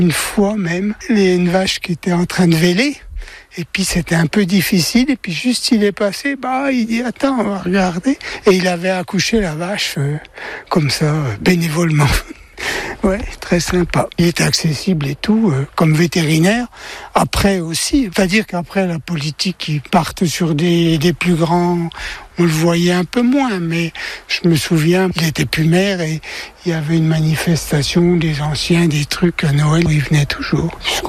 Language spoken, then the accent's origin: French; Tôte, France; born there; il s'y passait toujours par le petit village où je suis né, à Tôte, exactement. Mes parents venaient le bistrot avec poste à essence.